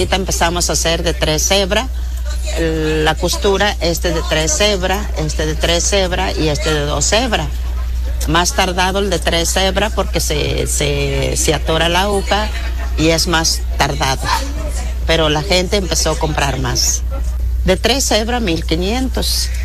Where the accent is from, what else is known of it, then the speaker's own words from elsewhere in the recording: Papatlazolco, Puebla, Mexico; en mi pueblo, en Papatlazolco, en mi casa han llegado de México buscando el bordado